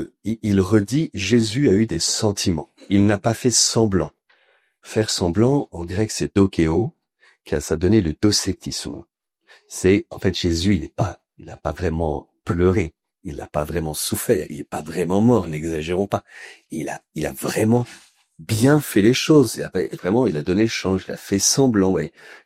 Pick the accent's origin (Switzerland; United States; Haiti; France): France; Puis comme nous, on est très intelligents, parce qu'on est français